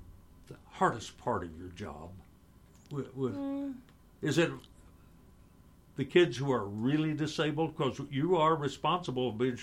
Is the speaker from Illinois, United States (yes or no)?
no; Talala, Oklahoma, United States; born there; We didn't have it in Tallala, Oklahoma back then.